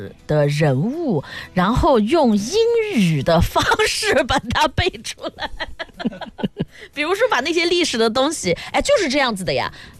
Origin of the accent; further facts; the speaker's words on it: Nanjing, Jiangsu, China; 我南京人，南京本地的土生土长的